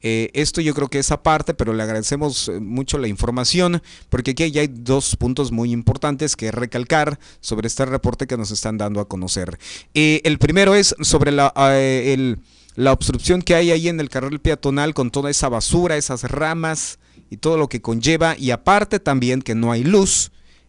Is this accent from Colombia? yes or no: no; Chiapas, Mexico; now in Tonalá, Mexico; todos somos chiapanecos, ¿no? Entonces, pues es algo que nos identifica.